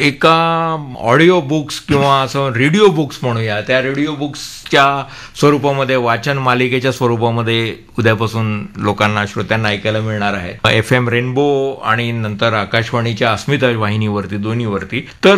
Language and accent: Marathi; Mumbai, Maharashtra, India; एक मुंबईकर म्हणून